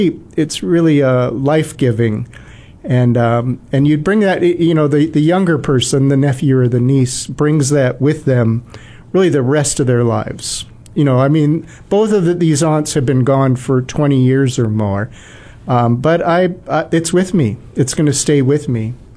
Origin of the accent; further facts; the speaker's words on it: Minnesota, United States; Yeah, and they actually, you know … Okay, so I'm from Minnesota.